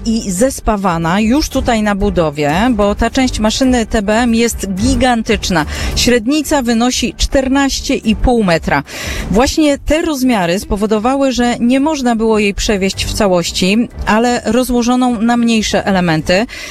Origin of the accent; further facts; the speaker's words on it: Łódź, Łódź Voivodeship, Poland; ja tutaj jako łodzianka